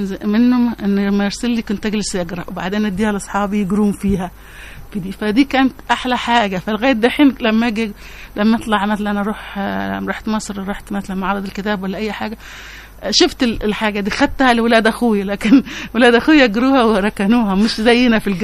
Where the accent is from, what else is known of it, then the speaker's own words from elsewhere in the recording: Yemen; Arabic is a second language; فكنا نقوم، كنت أقوم أنا قول يمنية، في واحدة سودانية، واحد تقوم فلسطينية تقول فلسطينية، فكان أنت يمنية كلامش مش باين أنا يمني